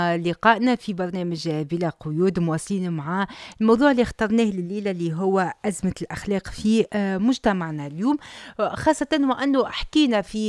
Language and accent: Arabic; Tunisia; اللي وظفناه احنا كمجتمع تونسي بطريقة خاطئة.